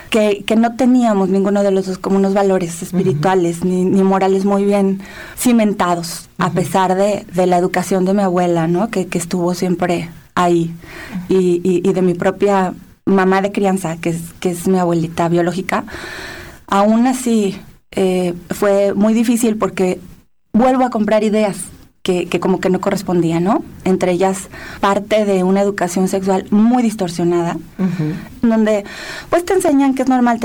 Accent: Guadalajara, Jalisco, Mexico; Sí, bueno, yo soy de Guadalajara.

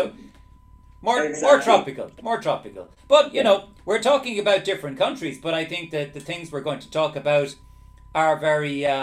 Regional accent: Ireland; now in Lublin, Poland; I'm from Ireland, as I say, but I live in Poland. I live in Lublin in Poland.

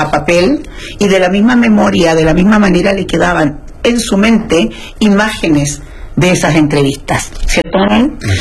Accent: Chile; Yo soy de Chile, base en Chile. También viajo mucho a Nueva York, por diversas razones, pero soy chilena.

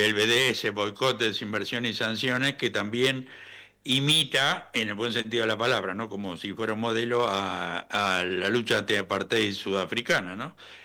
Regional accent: La Plata, Buenos Aires Province, Argentina; varios de los que integramos el programa somos de La Plata

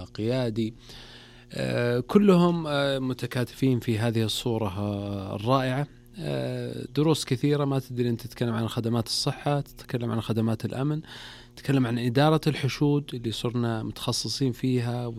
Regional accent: Saudi Arabia; وينبغي لنا وخاصة نحن كسعوديين نفخر به كثيرا

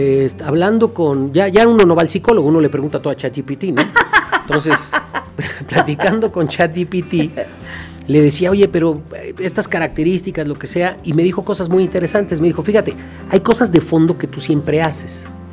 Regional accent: Mexico

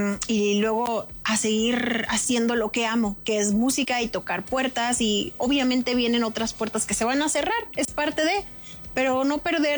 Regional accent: Culiacán, Sinaloa, Mexico; Yo soy de Culiacán.

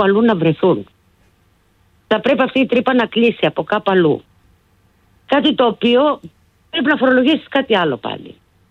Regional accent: Greece; για μας, τους μέσους, τους απλούς, τους συνηθισμένους Έλληνες πολίτες. Και εγώ τον εαυτό μου εκεί τον κατατάσσω

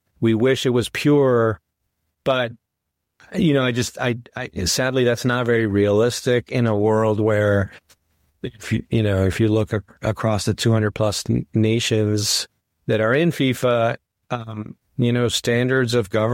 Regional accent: Mexico; I mean, I'm very American in many ways and very Mexican in many ways, and there are many, perhaps, ways in which I'm more American than Mexican

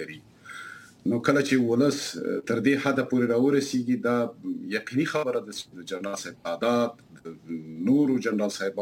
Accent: Afghanistan; زه د افغانستان یو وګړی یم

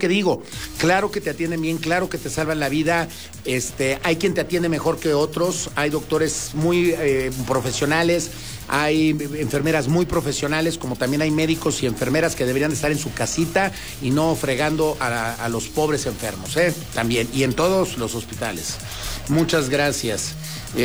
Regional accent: Mexico; No, yo soy más mexicano que el Chile, oiga, muchas gracias. Digo, sí, mi abuelo en paz descanse era ruso, pero más mexicano que el Chile

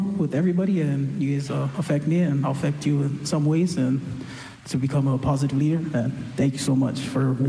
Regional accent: Honolulu, Hawaii, United States; moved away; So I'm from Honolulu, Hawaii, born and raised in Oahu.

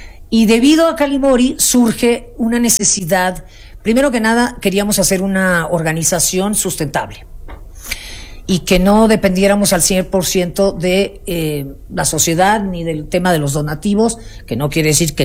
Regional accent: Mexico City, Mexico; Mi familia es cubana, sí. Yo nací aquí en mi querida Ciudad de México.

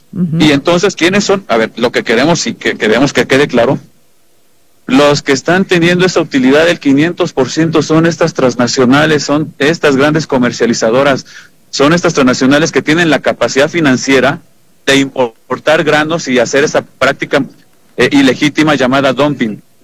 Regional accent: Mexico

